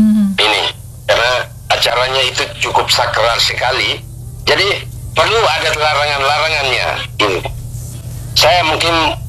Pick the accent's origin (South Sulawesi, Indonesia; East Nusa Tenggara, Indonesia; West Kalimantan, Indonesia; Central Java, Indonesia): East Nusa Tenggara, Indonesia; Ende; istilah kita orang Ende bilang